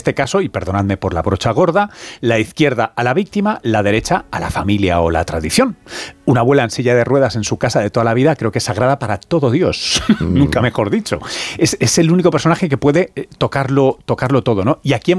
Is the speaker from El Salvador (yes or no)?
no; Tomelloso, Castilla-La Mancha, Spain; El de mi padre, el de mi familia … de Tomelloso.